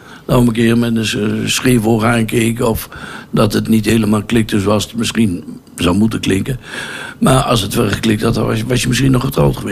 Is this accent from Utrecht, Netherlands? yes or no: no; Kampen, Overijssel, Netherlands; Ja, ik ben hier geboren, getogen en ik zal hier ook ooit sterven.